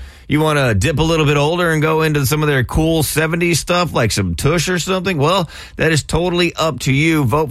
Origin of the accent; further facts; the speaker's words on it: California, United States; born there; also born or lived in Texas; I was born in California, but I lived in Texas a long time.